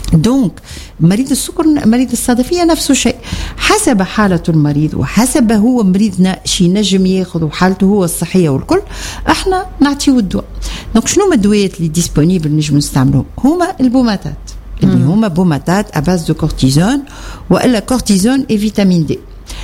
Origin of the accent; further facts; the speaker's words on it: Tunisia; احنا عندنا في تونس